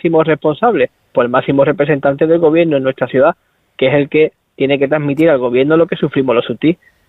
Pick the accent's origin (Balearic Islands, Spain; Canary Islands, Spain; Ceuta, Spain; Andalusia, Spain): Ceuta, Spain; que son los que me han puesto y que yo soy Ceutí.